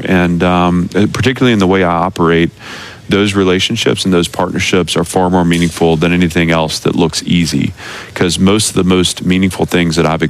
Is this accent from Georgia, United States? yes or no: no; Nashville, Tennessee, United States; So none of it had to do with the fact that Vanderbilt's my alma mater or the fact that Nashville's my hometown.